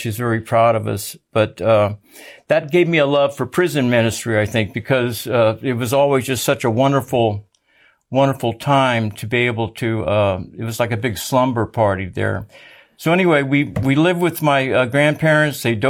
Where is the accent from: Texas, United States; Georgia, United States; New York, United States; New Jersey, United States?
Texas, United States; San Antonio; born there